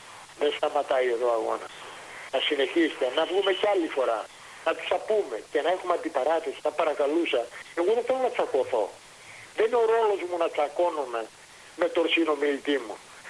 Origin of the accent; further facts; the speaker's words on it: Greece; Έχω την αίσθηση σαν Έλληνας